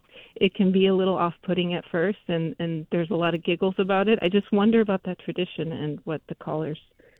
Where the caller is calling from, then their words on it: Dummerston, Vermont, United States; Yeah, I'm calling from Green Mountain Camp in Dummerston.